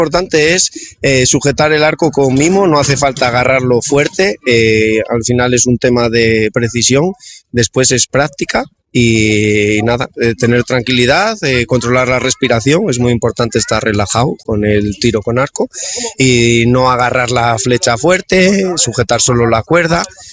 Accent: Cantabria, Spain; Y yo, que por ejemplo somos de Cantabria

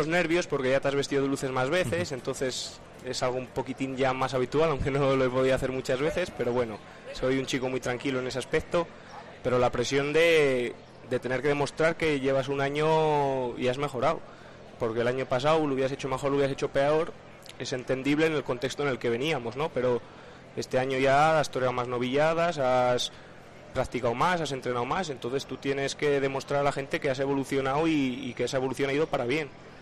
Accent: Espejón, Castile and León, Spain; born there; also born or lived in Soria; Pues mi pueblo para mí es mi vida.

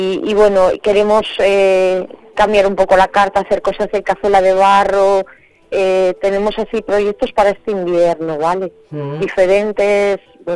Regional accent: Castile and León, Spain; en mi pueblo, yo me fui de allí hace muchísimos años a trabajar a la hostelería afuera, a la costa, a muchos sitios.

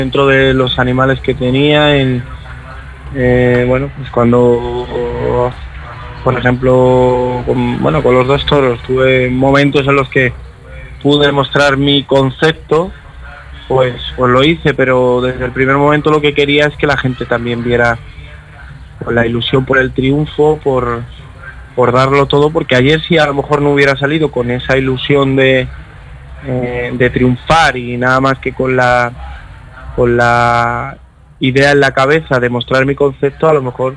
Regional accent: Aranda de Duero, Castile and León, Spain; Yo soy morenito de Aranda, no soy morenito de Maracay. Soy de Burgos y es mi tierra.

